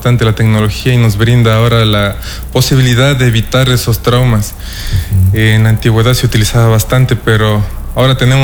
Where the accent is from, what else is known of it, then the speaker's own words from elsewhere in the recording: Otavalo, Imbabura, Ecuador; moved away as an adult; now in Santo Domingo, Ecuador; De la provincia de Imbabura, soy de Otavalo.